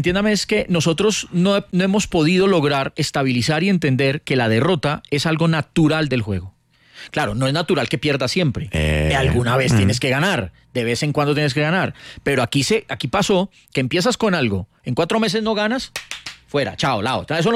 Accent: Colombia

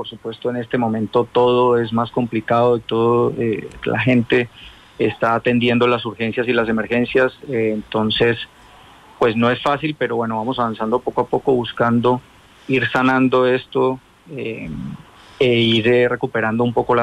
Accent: Cali, Valle del Cauca, Colombia; apoyarnos como caleños, como vallecaucanos

